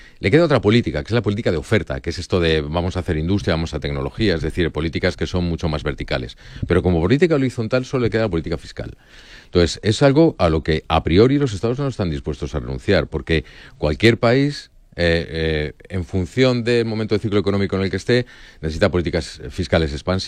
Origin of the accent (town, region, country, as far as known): Spain